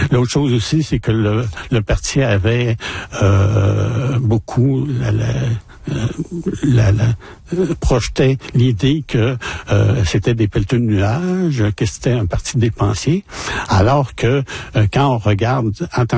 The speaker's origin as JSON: {"language": "French", "town": "Roberval", "region": "Quebec", "country": "Canada", "tie": "born there", "said": "moi, je suis né à Roberval"}